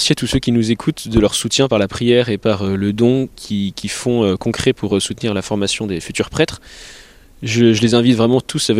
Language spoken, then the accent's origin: French; Épernay, Grand Est, France; Enfin, donc j'ai grandi à Épernay, mais j'ai peu participé à la vie paroissiale et je suis vite parti à l'internat.